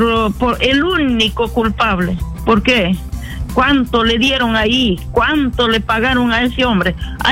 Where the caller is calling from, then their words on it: Peru; soy peruana, amo a mi Perú.